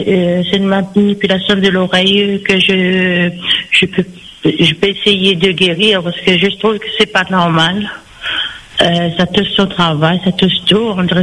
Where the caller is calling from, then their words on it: East of Réunion, Réunion; Oui, seulement il habite à Saint-Louis, moi j'habite en l'Est.